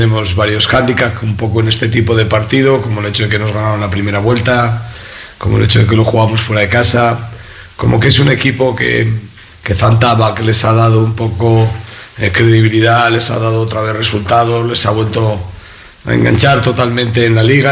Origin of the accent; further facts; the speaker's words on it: Castile, Spain; Siendo muy castellano